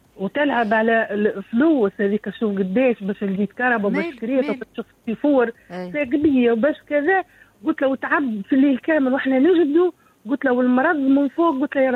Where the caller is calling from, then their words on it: southern Tunisia, Tunisia; وأنا نسكن في الجنوب أصلي من الجنوب